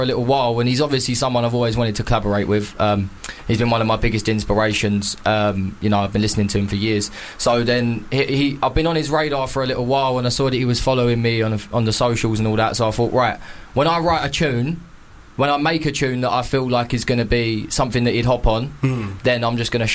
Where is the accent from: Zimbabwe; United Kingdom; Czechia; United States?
United Kingdom; Essex, East of England; I come from Essex. Obviously, I've got family in London as well. So we sound quite similar, obviously. I'm white.